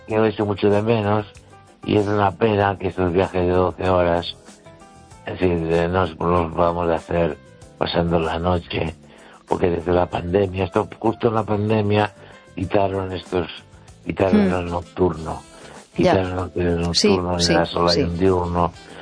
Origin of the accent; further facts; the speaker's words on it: Galicia, Spain; Y yo conozco mucha gente de donde Feijó. Y mi pueblo está a unos 9 kilómetros o 8 de los Peares. En la montaña.